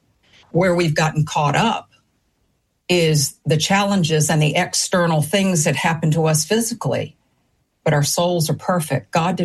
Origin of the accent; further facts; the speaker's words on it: Savannah, Georgia, United States; I grew up in Savannah, Georgia. I'm a Georgia girl.